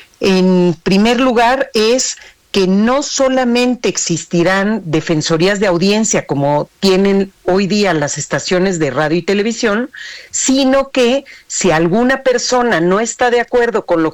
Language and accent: Spanish; Mexico; Yo como ciudadana, como mexicana, quiero enterarme cuando hay algo de interés público